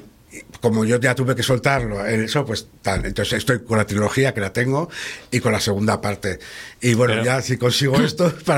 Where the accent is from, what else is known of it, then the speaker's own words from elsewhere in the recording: León, Castile and León, Spain; born there; yo nací en León porque casualmente en aquella época mi madre sacó unas cátedras y eligió León, y mi padre siguió a mi madre.